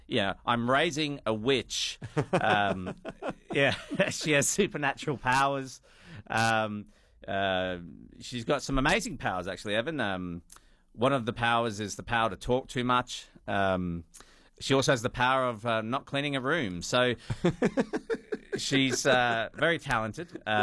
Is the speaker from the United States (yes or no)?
no; Sunshine Coast, Queensland, Australia; born there; also born or lived in South Australia; I grew up on the Sunny Coast, and if you're going to live on the Sunshine Coast, you've got to enjoy the beaches